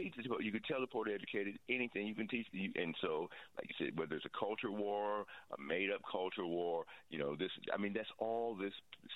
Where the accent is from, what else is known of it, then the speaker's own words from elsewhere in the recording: California, United States; and I'm from the Bay Area, right? San Francisco Bay Area.